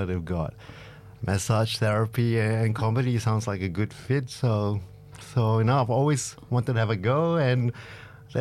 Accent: Malaysia; now in Sydney, Australia; Yes, I am the Malaysian man from Sydney, and I spend quite a bit of time in Byron.

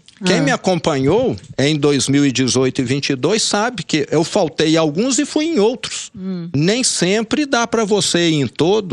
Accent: Minas Gerais, Brazil; Eu venho do interior de Minas, de uma cidade que até cresceu muito ultimamente, mas que era pequena

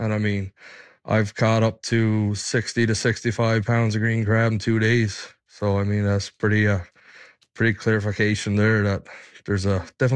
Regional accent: St. Paul's, Newfoundland and Labrador, Canada; I'm from St. Paul's on the Northern Peninsula.

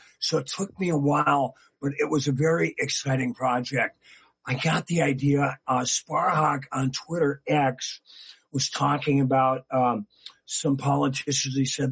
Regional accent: Minnesota, United States; And I grew up on the Iron Range. I'm a Iron Range prairie populist. And of course, still lived 22 miles away.

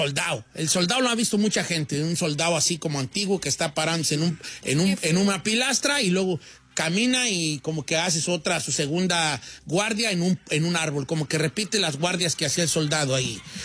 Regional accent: La Sauceda, Mexico; born there

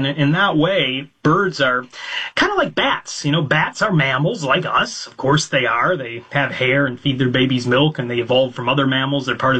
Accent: Ottawa, Illinois, United States; now in Scotland, United Kingdom; I'm joining you from Scotland, where I live, but I grew up in Illinois, out in farm country in Ottawa, Illinois.

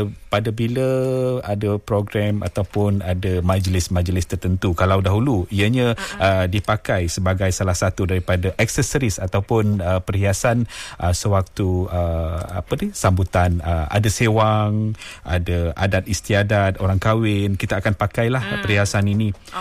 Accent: Semai area, Malaysia; accent: Semai; Jadi saya dialek Semai lah.

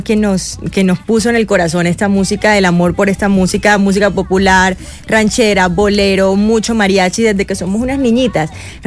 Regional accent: Barranquilla, Atlántico, Colombia; Somos barranquilleras, pero somos mitad paisas, mitad costeñas. Nuestro papá paisa y toda la familia paterna paisa. Y la mamá costeña.

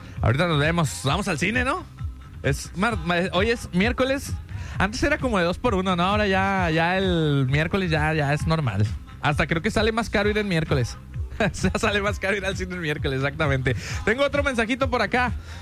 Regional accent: Mexico; yo creo que principalmente es recordar que somos mexicanos y que un mexicano siempre ayuda a otro mexicano.

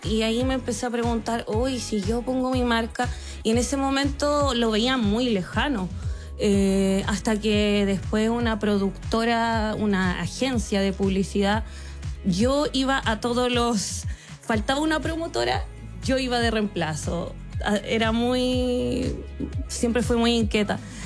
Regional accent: Valparaíso, Chile; also born or lived in Santiago; porque yo soy de Valparaíso, de región. Perfecto. Además, de, o sea, nací acá en Santiago, pero me fui a Valparaíso a vivir, y igual tener una infancia llena de arte, cultura

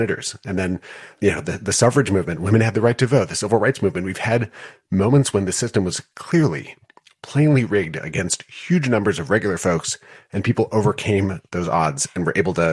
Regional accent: Wisconsin, United States; including the progressive movement in my home state of Wisconsin

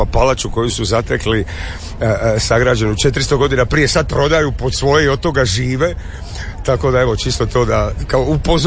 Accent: Split, Split-Dalmatia County, Croatia; born there; now in Zagreb, Croatia; pošto sam otišao od 95. dulje sam u Zagrebu nego što sam u Splitu.

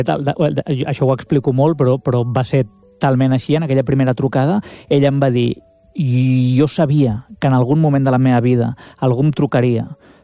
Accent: Barcelona, Catalonia, Spain; tu no em coneixes de res, sóc un cineasta de Barcelona

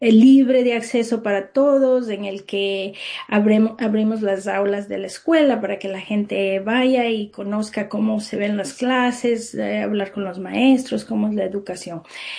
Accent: Ecuador; moved away as an adult; now in Ghent, New York, United States; Yo soy de Ecuador y cuando era niña yo hacía las cosas, íbamos a ordeñar la vaca, íbamos a cosechar las papas

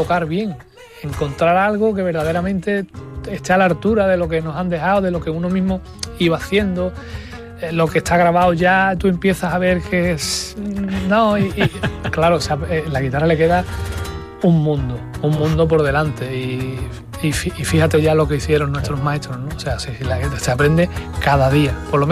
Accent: Huelva, Andalusia, Spain; El mayor genio que ha dado mi tierra, yo soy de Huelva, fue el Niño Miguel

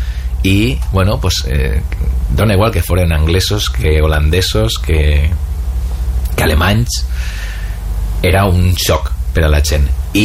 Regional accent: Moncofa, Valencian Community, Spain; Bueno, jo sóc abissinio. Vale, bueno, que per la gent que no sàpiga, abissinio som els que, que som del Grau.

